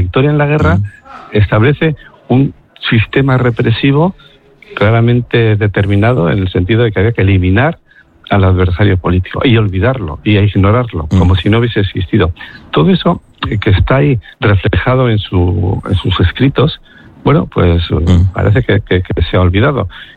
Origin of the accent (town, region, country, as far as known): Bilbao, Basque Country, Spain; born or raised there; also born or lived in Mexico